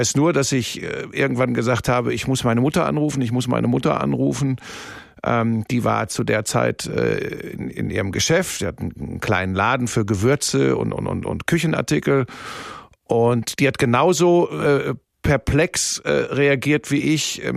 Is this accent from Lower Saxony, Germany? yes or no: no; Hagen, North Rhine-Westphalia, Germany; moved away as an adult; also born or lived in Bottrop / Cologne; now in Munich, Germany; Ja, ich bin geboren in Bottrop. Das ist wirklich, das ist ja Inbegriff des Ruhrgebiets. Bin dann aufgewachsen in Hagen. Das ist so Tor zum Sauerland, ja. Ruhrgebiet.